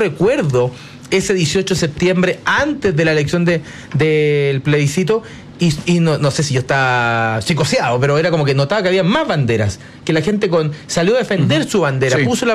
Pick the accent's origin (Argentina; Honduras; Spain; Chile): Chile; la que nos ha unido como chilenos